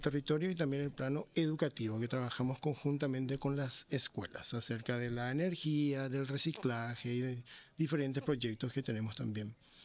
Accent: Paraguay; also born or lived in United States

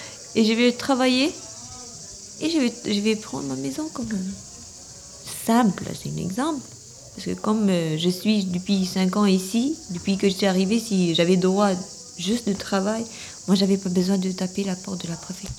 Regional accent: Albania; French is a second language; now in France; Oui, mais je suis venue de l'Albanie.

